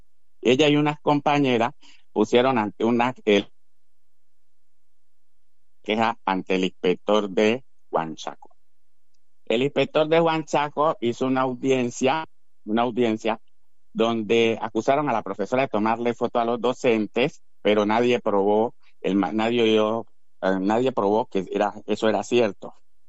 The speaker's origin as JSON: {"language": "Spanish", "town": "Buenaventura", "region": "Valle del Cauca", "country": "Colombia", "tie": "born there", "said": "Yo nací en Buenaventura, en el Hospital Santa Elena, le he recalcado varias veces. Me llevaron de niño al departamento del Chocó y me registraron en Ismina, Chocó."}